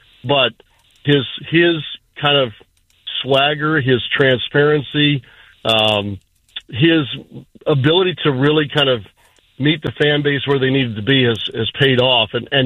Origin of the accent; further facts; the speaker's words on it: St. Louis, Missouri, United States; moved away as an adult; also born or lived in Carbondale, Illinois / Columbia, Missouri; now in Florida, United States; grew up in St. Louis and then SIU and then over to Columbia.